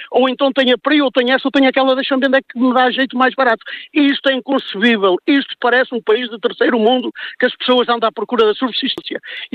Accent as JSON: {"language": "Portuguese", "town": "Felgueiras", "region": "Porto", "country": "Portugal", "said": "O Manela Cássio vem aqui a Felgueiras, que eu sou de Felgueiras"}